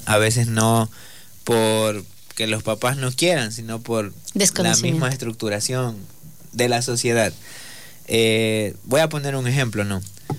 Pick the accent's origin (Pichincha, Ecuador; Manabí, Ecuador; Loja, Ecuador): Manabí, Ecuador; pues yo vengo de Manabí, yo he visto esto en Quito, en Manabí, en Santo Domingo